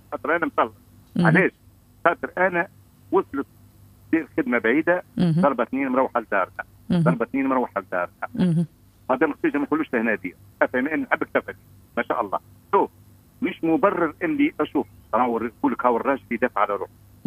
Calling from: Ben Arous, Tunisia

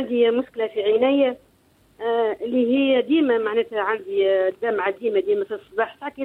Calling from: Sidi Bouzid, Tunisia; من سيدي بوزيد.

